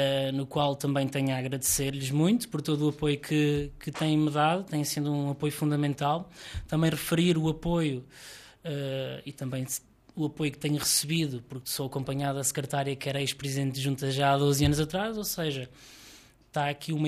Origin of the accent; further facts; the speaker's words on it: Souto da Casa, Castelo Branco, Portugal; É verdade que sou nascido e criado no Souto Casa, conheço o Souto Casa, conheço as pessoas do Souto Casa